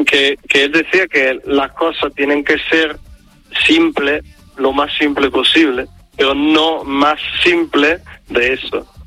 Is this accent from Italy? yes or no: yes; Italy; now in Ceuta, Spain; porque como yo soy italiano, en Ceuta me lo paso increíble, pero también yo no tengo familia aquí ni nada, entonces podría irme si quiero.